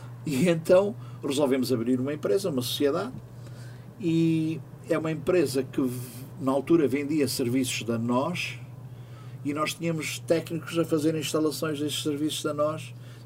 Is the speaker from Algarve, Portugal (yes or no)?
no; Lousada, Porto, Portugal; Mas eu venho de Lousada, primeira freguesia de Lousada.